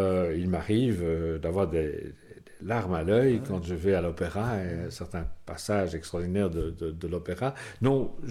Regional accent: Flanders, Belgium; born there; now in Namur region, Belgium; Alors, je suis né en Flandre, mais dans une famille francophone, je dirais une famille aisée. Donc, j'ai fait une partie de mes études en néerlandais.

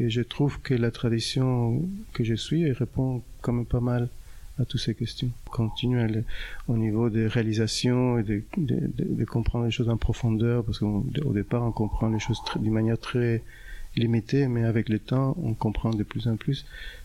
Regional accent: Uruguay; moved away; also born or lived in United States; Je voulais retourner dans mon pays, en Uruguay. Je viens de l'Uruguay

